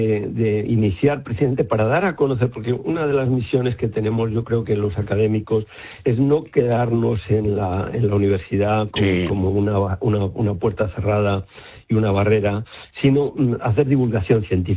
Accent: Madrid, Community of Madrid, Spain; moved away; yo de hecho soy madrileño de Chamberí y me he ido a vivir a la Ar

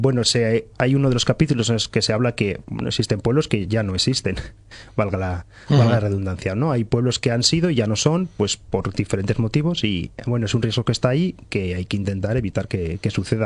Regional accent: Spain; mi pueblo, en los años 90 se cerró la escuela. Yo fui uno de esos últimos chavales que fueron a la escuela en Babón

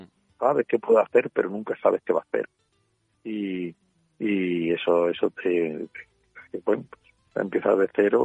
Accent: Salamanca, Castile and León, Spain; also born or lived in Fuenlabrada; yo nací en Fuenlabrada, pero y me crié en Fuenlabrada, pero pasé aquí en Salamanca desde los 3 años. He estado aquí, ¿no? En el campo, ¿no?

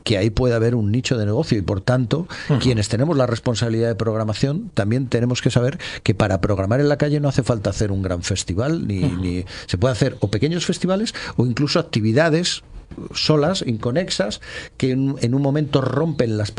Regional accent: Castile and León, Spain; somos una comunidad donde la calle nos permite una franja de estacionalización temporal muy restringida por nuestra climatología. No somos Levante, no somos Canarias ni Andalucía

